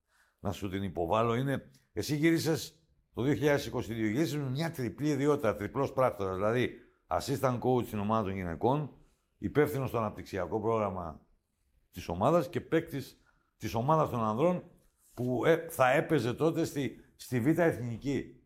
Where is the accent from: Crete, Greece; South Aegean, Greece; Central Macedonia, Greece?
Crete, Greece; Amari; Στο χωριό μου εδώ, στο Αμάρι, έτσι το λένε.